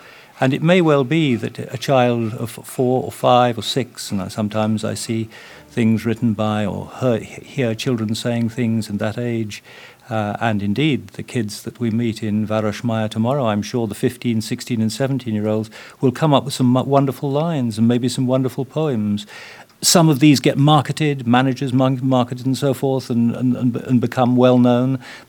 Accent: England, United Kingdom; You'll have to forgive my southern accent. It's very much an Englishman's southern accent, not a real one.

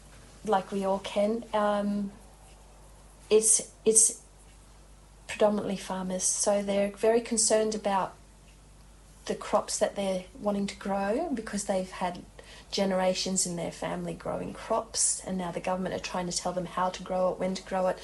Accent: Cabramurra, New South Wales, Australia; moved away; my hometown being the Snow Mountains, where my dad was an engineer. He lived in an old township called Cabramurra, moved across to the new township when I was a newborn baby

